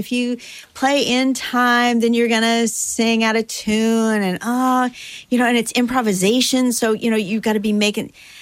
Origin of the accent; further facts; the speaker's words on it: United States; moved away as an adult; now in Denmark; the U.S. because that's my home turf